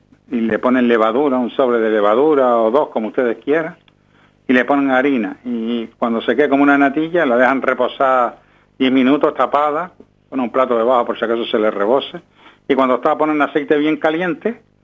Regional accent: Canary Islands, Spain

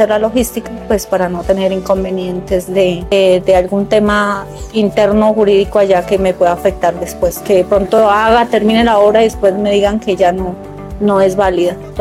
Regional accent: Huila, Colombia; born there; Yo soy nacida en Isno Huila, soy huilense.

